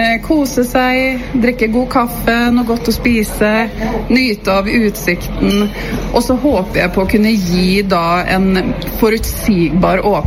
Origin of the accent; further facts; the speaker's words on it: Oslo, Norway; born there; also born or lived in Sweden; Nei, det er jeg ikke. Jeg er født i Oslo, men så har jeg bodd i Sverige de siste 23 årene. Så det hender at det blir litt svensk og litt norsk.